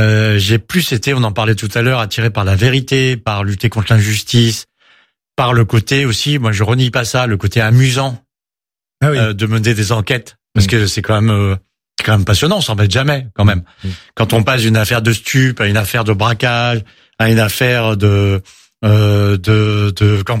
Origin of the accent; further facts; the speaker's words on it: Versailles, Île-de-France, France; also born or lived in Paris; On était à Versailles, j'ai passé mon enfance en Versailles. Alors, c'est vrai que quand j'étais à l'école à Versailles … parce que j'avais passé ma petite enfance à Paris.